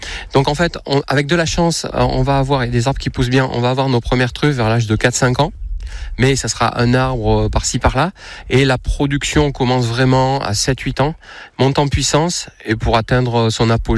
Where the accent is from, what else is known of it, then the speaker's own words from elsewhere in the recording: Nouvelle-Aquitaine, France; parce que je suis originaire du Périgord, et mes grands-parents, mes arrière-grands-parents avaient des fermes en Périgord